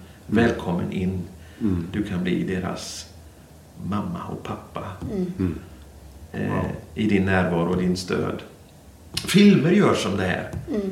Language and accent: Swedish; Albania; accent: North Albanian dialect; Och jag pratar en nordalbansk dialekt. Så jag kan väl... Liksom, typ om du hör en riktig skåning. Så låter det när jag pratar albanska.